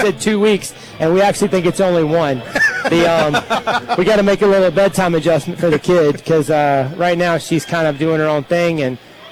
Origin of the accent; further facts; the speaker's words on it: Rowan County, North Carolina, United States; now in Clayton, United States; So I'm from Rowan County, where Little League has reigned supreme for a long time, and softball really took off in the last 10, 15 years.